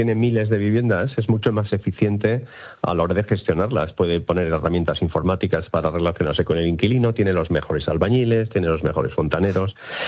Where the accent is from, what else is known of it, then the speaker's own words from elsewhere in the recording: Bilbao, Basque Country, Spain; O sea, yo que soy de Bilbao y siempre pongo el ejemplo muy sencillo.